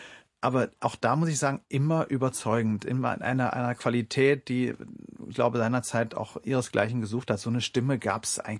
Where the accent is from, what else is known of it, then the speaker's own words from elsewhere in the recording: West Germany, Germany; Ich bin ja im Westen groß geworden.